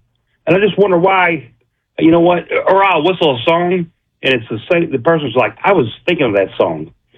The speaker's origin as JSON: {"language": "English", "town": "Louisville", "region": "Kentucky", "country": "United States", "said": "I'm from Louisville, Kentucky."}